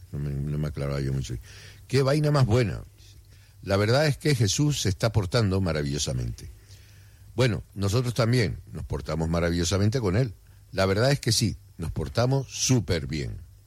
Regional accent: Canary Islands, Spain

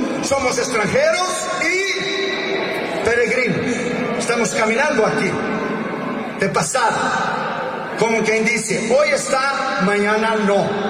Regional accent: Brazil; Spanish is a second language; now in United States; yo soy brasileño, nacionalizado norteamericano, pero mi corazón es verde amarelo. Pero nosotros tenemos una segunda ciudadanía. En mi caso yo tengo una tercera ciudadanía

